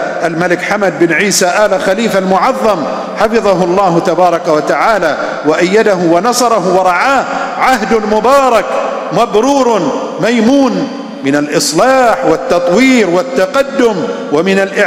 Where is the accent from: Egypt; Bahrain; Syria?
Bahrain